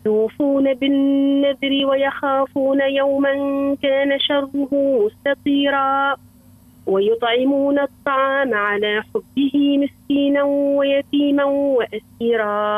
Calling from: Kairouan, Kairouan Governorate, Tunisia; من الفيروان.

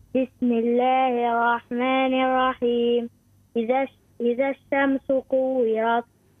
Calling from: Kairouan, Kairouan Governorate, Tunisia; من القيروان.

